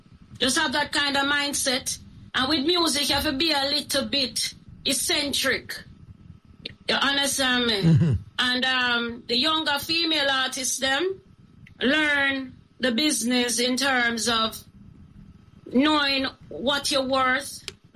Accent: Kingston, Kingston Parish, Jamaica; I come from East Kingston. I know what it is like to grow up in a community where marginalized and you face the police brutality.

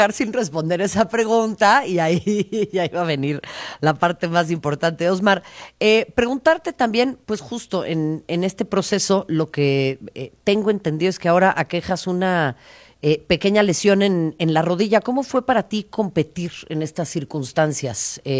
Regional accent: Mexico City, Mexico; yo sí soy muy chilanga.

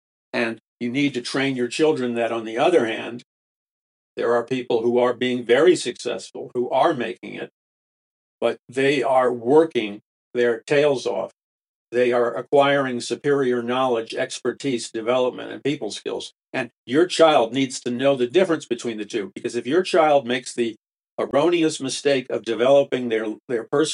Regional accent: Ireland; I'm not Italian, I'm Irish, so mafia code is second nature to me.

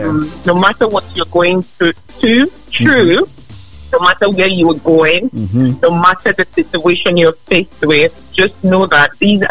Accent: Kogi, Nigeria; Yes, I'm from Kogi State

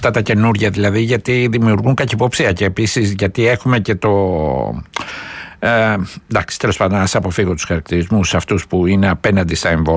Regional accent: Greece; ως Έλληνες

